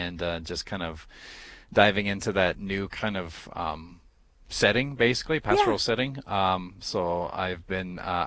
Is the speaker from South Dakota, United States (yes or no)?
yes; Rapid City, South Dakota, United States; also born or lived in Southern Black Hills; So I grew up in Rapid City. I spent my first 2 years in Rapid City, the next 6 years down in the Southern Black Hills, and then the last 4 years here.